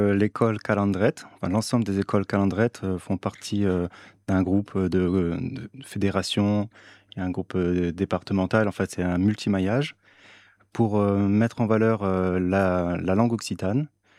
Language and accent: French; Réunion; first language French; now in Albi, France; Non, parce qu'en fait, moi, je viens de l'île de la Réunion. Donc, je suis plus sur les langues créoles. Et c'est vrai que, donc, depuis petit, c'est la langue française en priorité.